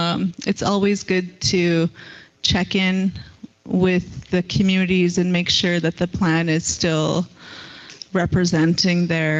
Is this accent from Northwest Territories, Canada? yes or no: yes; Fort Good Hope, Northwest Territories, Canada; I'm from Fort Good Hope, and that's where the Office for Land Use Planning is.